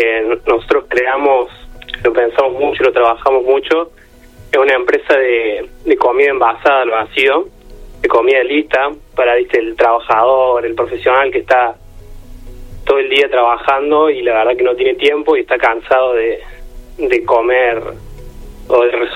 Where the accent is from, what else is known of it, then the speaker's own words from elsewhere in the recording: Córdoba, Argentina; moved away as an adult; also born or lived in United States; Yo nací en Argüello.